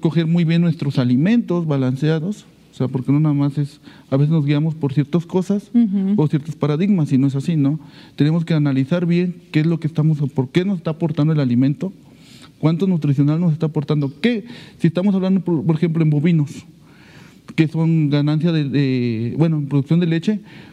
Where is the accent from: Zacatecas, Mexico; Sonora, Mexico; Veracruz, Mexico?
Veracruz, Mexico; Xalapa; De aquí de Jalapa, ¿verdad?